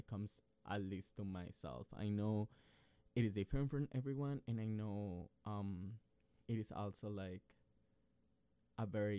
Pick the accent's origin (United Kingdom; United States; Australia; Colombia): Colombia; moved away; I grew up in Colombia and we have a very like conservative kind of culture.